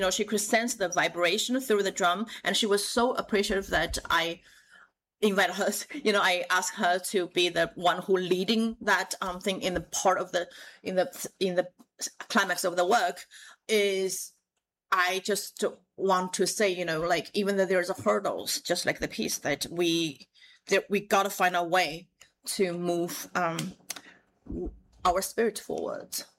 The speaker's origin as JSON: {"language": "English", "region": "Shanghai", "country": "China", "moved": "yes", "said": "My father got rejected 40 times, and we come from Shanghai."}